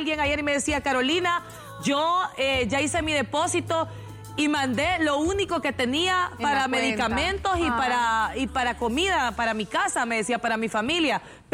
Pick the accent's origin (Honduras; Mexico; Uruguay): Honduras; a mí me llena de orgullo decir soy de Honduras